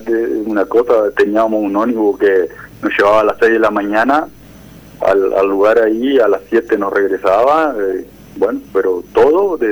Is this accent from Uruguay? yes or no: yes; Uruguay; somos uruguayos, nos encontramos orgullosos de ser uruguayos